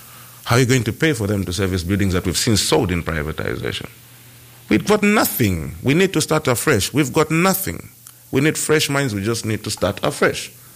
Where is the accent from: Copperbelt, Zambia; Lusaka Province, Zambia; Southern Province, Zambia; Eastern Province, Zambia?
Lusaka Province, Zambia; Lusaka; I come from Lusaka Central. I was born and raised in Lusaka Central.